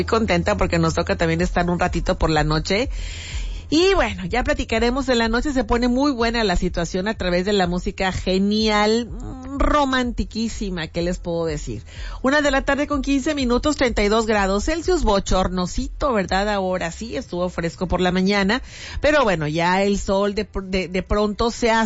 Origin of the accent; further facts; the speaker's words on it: Mexico; nosotros los mexicanos somos norteamericanos